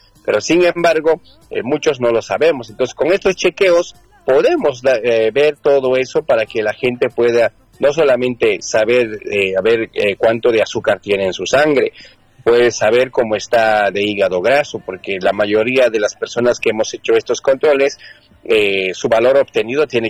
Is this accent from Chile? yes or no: no; Cochabamba, Bolivia; moved away; yo soy boliviano de Cochabamba